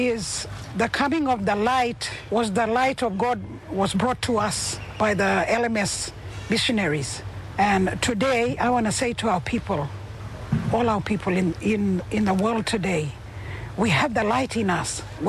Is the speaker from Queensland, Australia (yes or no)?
yes; Darnley Island, Queensland, Australia; now in South Hedland, Australia; I'm from the Peldu tribe of Darnley Island, Erub. And that's my father's tribe. It's a warrior tribe.